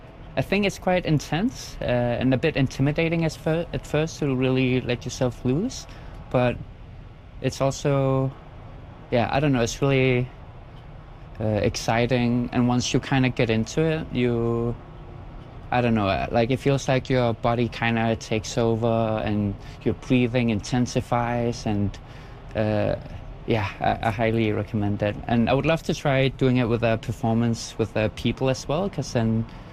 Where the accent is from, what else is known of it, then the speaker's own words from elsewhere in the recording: Nuuk, Sermersooq, Greenland; I'm from Nuuk in Kalaallit Nunaat, and I'm here for ICC, but otherwise I work within the government agency in Nuuk.